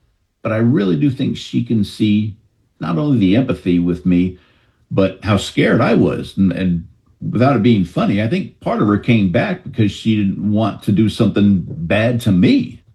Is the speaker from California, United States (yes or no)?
yes; Marin County, California, United States; I grew up in Marin County, which connects to San Francisco via that Golden Gate Bridge.